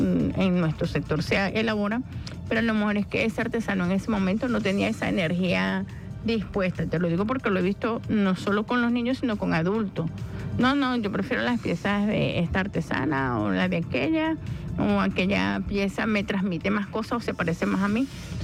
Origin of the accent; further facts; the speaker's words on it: Venezuela; nos interesa seguir manteniendo nuestra identidad como venezolanos y venezolanas